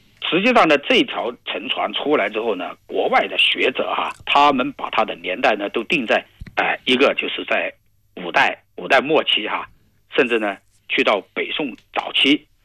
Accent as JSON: {"language": "Chinese", "country": "China", "said": "我们中国人"}